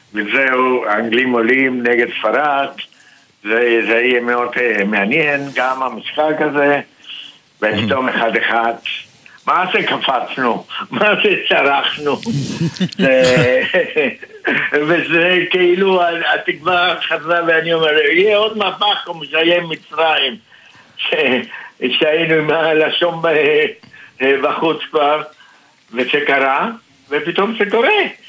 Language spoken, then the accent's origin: Hebrew; Argentina; now in Israel; מי על הכל, אני ארגנטינאי, כן.